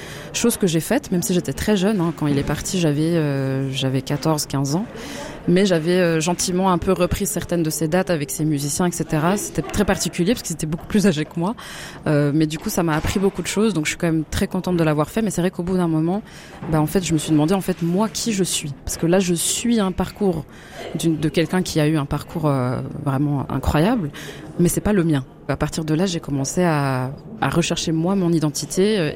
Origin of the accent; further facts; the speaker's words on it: Switzerland; je suis pas originaire de Suisse, je suis belge et congolaise de sang, mais j'ai grandi en Suisse toute ma vie.